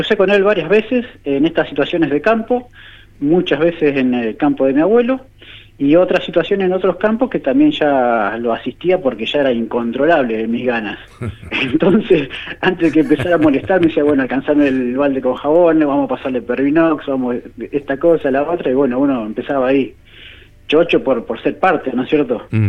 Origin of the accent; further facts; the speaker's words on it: Buenos Aires Province, Argentina; yo soy de un pueblito, Capitán Sarmiento, es un pueblito muy chico, de 3 habitantes, en provincia de Buenos Aires, cerca de la zona de Pergamino, y mi abuelo tenía chacra, mi padre era consignatario de Hacienda.